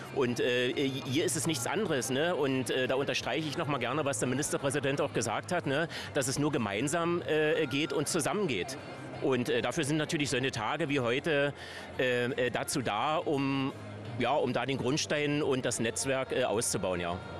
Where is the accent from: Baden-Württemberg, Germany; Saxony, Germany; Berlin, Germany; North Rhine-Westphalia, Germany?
Saxony, Germany; Schwarzkollm; ich als Schwarzkolmer, als Lausitzer